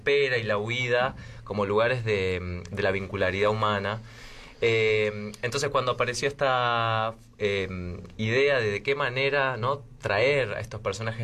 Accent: La Rioja, Argentina; Yo soy de La Rioja, entonces hay algo también por el amor a las terminales

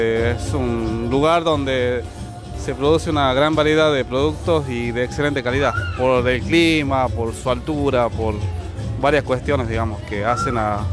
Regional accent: Santa María, Catamarca, Argentina; Yo soy de Santa María, departamento Santa María, provincia de Catamarca

